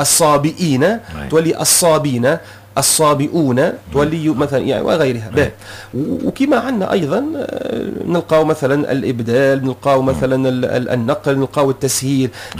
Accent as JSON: {"language": "Arabic", "country": "Tunisia", "said": "احنا في تونس كانت الأغلبية ورش."}